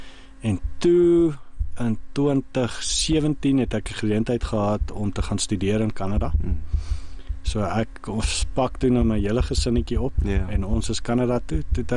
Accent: Pretoria, Gauteng, South Africa; born there; Ek's gebore in Pretoria.

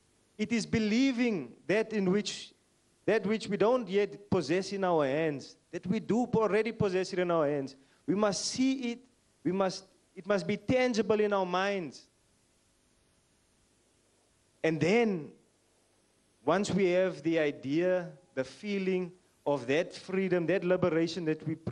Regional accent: South Africa; in South Africa, as ons die meerderheid, ons is geclassified as die minderhede, the minority groups.

